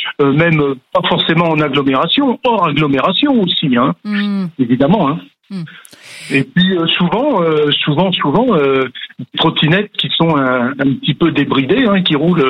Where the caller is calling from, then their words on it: Centre-Val de Loire, France; Je vous appelle du Loir-et-Cher.